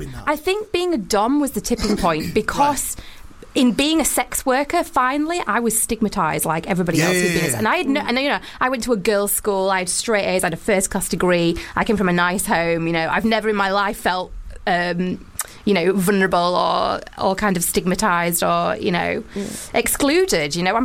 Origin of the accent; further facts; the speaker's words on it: Wakefield, Yorkshire and the Humber, United Kingdom; Yeah, I've always been gobby, and I'm from Yorkshire, for God's sake. So it's